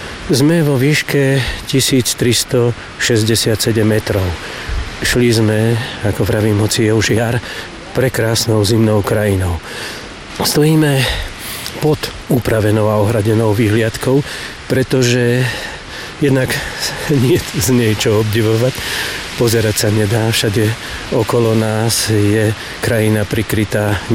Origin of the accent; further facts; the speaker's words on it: Žilina Region, Slovakia; som tu aj ako Oravec, ktorého rod pravdepodobne pochádza spod Babej hory z Veľkej Lipnice